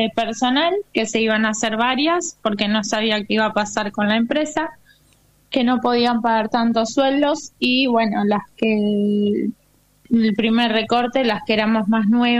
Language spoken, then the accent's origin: Spanish; Tigre, Buenos Aires Province, Argentina; yo soy de Tigre